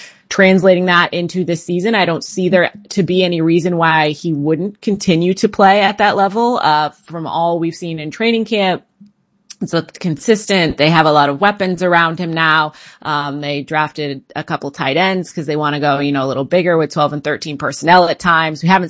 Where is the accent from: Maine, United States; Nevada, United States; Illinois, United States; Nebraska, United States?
Maine, United States; moved away as an adult; also born or lived in Boston; now in Jacksonville, United States; I'm from Maine originally, and then I went to school in Boston